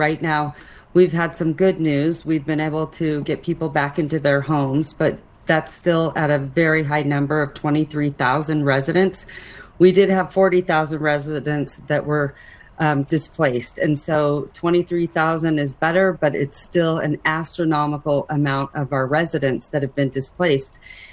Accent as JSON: {"language": "English", "town": "Reno", "region": "Nevada", "country": "United States", "tie": "born or raised there", "said": "I was born and raised here in Reno"}